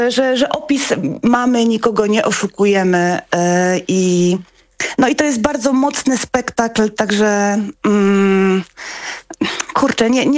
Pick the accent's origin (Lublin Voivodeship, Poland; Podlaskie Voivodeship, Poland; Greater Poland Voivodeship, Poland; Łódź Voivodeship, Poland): Greater Poland Voivodeship, Poland; Poznań; tak jak poznaniacy